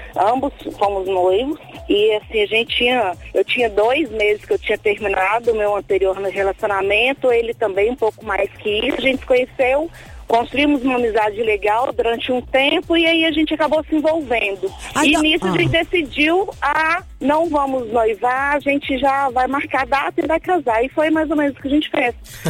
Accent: Contagem, Minas Gerais, Brazil; Então, eu sou de Contagem. No momento eu tô em Betim, que eu trabalho um pouquinho longe de casa, mas eu sou de Contagem.

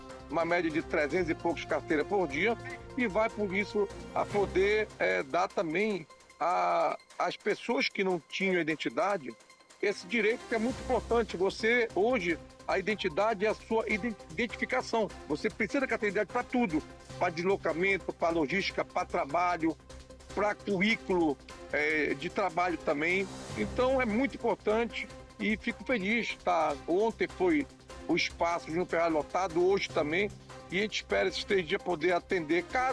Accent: Oriximiná, Pará, Brazil; minha querida cidade Oriximiná, minha cidade natal.

